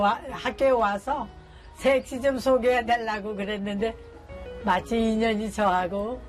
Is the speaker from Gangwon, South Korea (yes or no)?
no; Gwacheon, Gyeonggi Province, South Korea; moved away as an adult; now in Dangjin, South Korea; 내가 살던 고향은 다 개발이 됐어요. 과천.